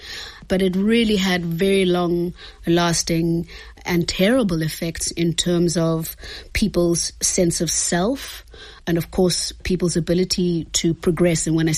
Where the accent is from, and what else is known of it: Eastern Cape, South Africa; born or raised there